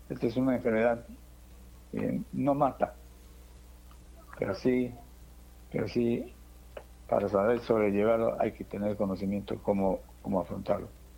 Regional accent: San Martín, Peru; yo soy de San Martín, también acá soy de Tabolosos

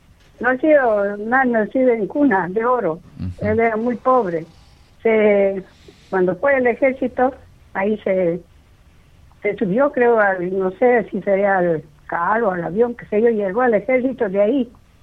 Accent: Huancavelica, Peru; moved away; que fue a mi tierra, Huancavelica

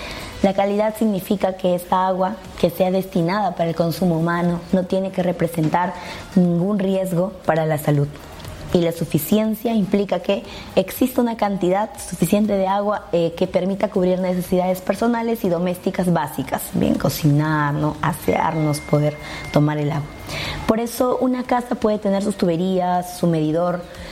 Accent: Peru

